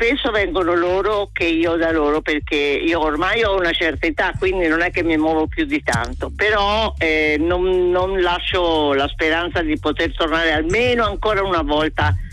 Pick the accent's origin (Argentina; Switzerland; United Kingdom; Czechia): Argentina; Buenos Aires; moved away as an adult; also born or lived in Florence, Italy; now in Italy; io sono cresciuta a Buenos Aires dagli 2 anni ai 18, quindi nata a Firenze naturalmente, però portata là subito dopo